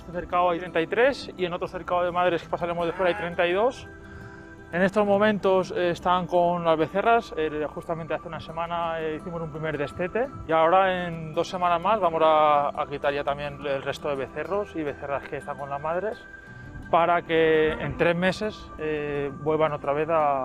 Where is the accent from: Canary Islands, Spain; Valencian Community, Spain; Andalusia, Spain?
Valencian Community, Spain; Bocairent; Nosotros somos de Bocairen, vivimos en Bocairen toda la familia.